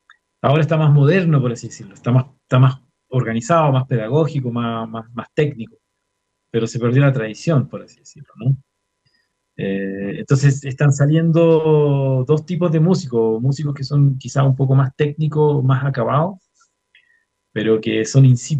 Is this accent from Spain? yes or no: no; Chuquicamata, Antofagasta, Chile; para mí era importante no solamente el hecho de volver a mi tierra, yo nací en Chuquicamata, a hacer música con mi gente, con mi pueblo